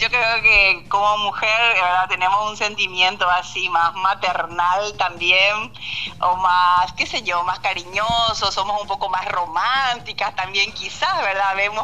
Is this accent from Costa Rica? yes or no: no; Paraguay; Me encantaría como paraguaya